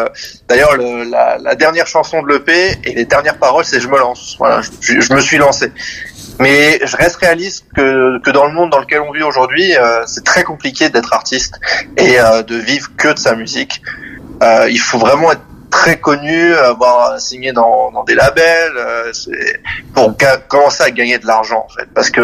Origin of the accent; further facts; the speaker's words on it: Paris, Île-de-France, France; now in Switzerland; Je suis originaire de Paris et j'habite maintenant en Suisse.